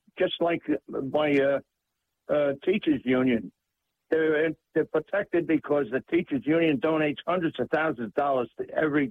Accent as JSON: {"language": "English", "town": "New York City", "region": "New York", "country": "United States", "tie": "born or raised there", "said": "I ran for state senator, state assembly twice, and I ran for Congress once. In New York City, that's my hometown."}